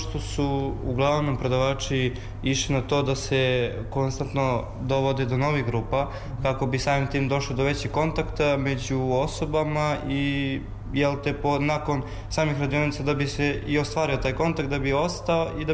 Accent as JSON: {"language": "Serbian", "town": "Vranje", "region": "Southern and Eastern Serbia", "country": "Serbia", "said": "dolazim iz Vranja, iz škole gimnazije Bora Stanković."}